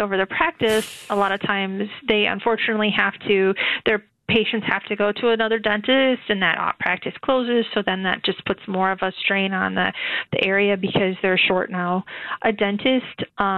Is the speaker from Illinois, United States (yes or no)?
no; Norwalk, Wisconsin, United States; I mean, I grew up in Norwalk, Wisconsin, which is a very small town, mm-hmm. and I moved back basically to the same area.